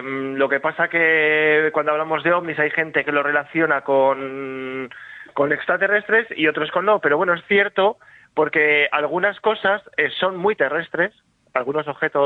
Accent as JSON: {"language": "Spanish", "town": "Morales de Toro", "region": "Castile and León", "country": "Spain", "said": "Yo soy de Morales de Toro, de la provincia de Zamora"}